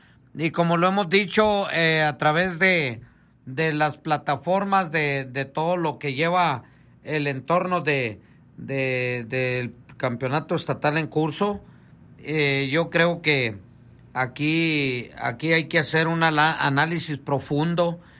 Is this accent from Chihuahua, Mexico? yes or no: yes; Camargo, Chihuahua, Mexico; Aquí nací en Camargo. Me crié en el Ojo Caliente y vivo actualmente por ahí en Altavista, el cual tengo a mi familia.